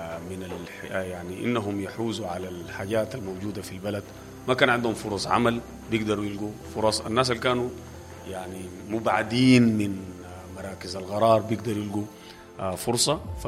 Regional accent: Sudan; فإحنا لما ابتعدنا كسودانيين من درب الله

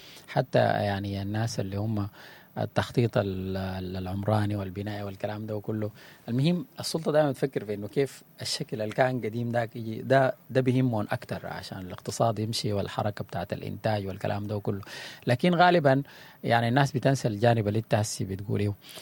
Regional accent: Sudan; آدم ده ولدنا هناك في السودان هناك ونحنا نشأنا وقعدنا هناك بيتنا ووعنا ده هناك

